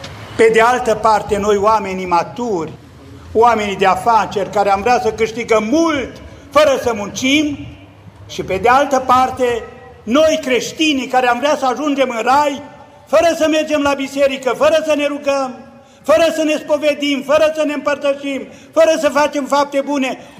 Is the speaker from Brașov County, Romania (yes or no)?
no; Maramureș County, Romania; moved away; din satul meu natal, din Oarta